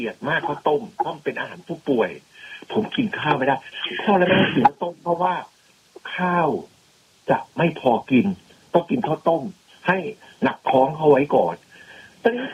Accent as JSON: {"language": "Thai", "region": "Chaiyaphum", "country": "Thailand", "tie": "born or raised there", "moved": "yes", "said": "ตัวผมเนี่ยตอนสมัยเป็นเด็กอยู่ที่จังหวัดชัยภูมิ"}